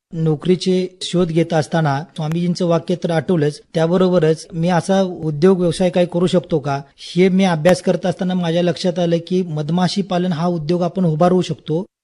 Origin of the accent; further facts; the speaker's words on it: Kaneri, Maharashtra, India; तर मी या कणेरी गावचा आहे.